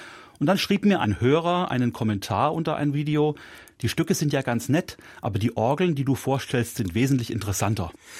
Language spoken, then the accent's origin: German; Fulda, Hesse, Germany; hatte ich mich projektmäßig mit einem Komponisten aus meiner Heimatstadt Fulda beschäftigt